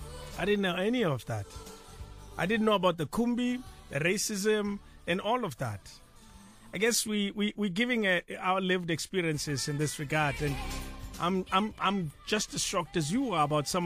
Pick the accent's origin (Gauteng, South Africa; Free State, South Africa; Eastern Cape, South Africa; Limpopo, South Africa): Eastern Cape, South Africa; So you're saying, since I'm from the Eastern Cape, I'm not locally from Soweto